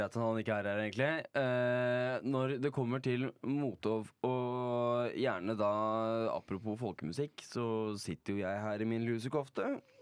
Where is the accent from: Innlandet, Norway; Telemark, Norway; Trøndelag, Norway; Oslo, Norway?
Oslo, Norway; så er jeg fra Holmenkollen.